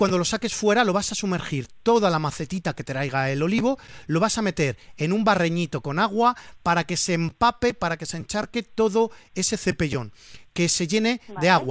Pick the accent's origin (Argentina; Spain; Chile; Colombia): Spain; Valencian Community